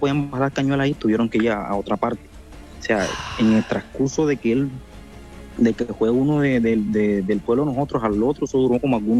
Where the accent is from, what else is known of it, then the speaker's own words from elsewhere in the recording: Puerto Escondido, Oaxaca, Mexico; now in Argentina; soy de Puerto Escondido, pero estoy acá en Argentina.